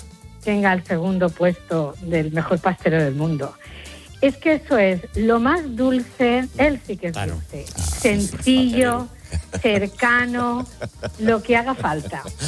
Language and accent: Spanish; Oliva, Valencian Community, Spain; yo soy de Oliva y él también es de Oliva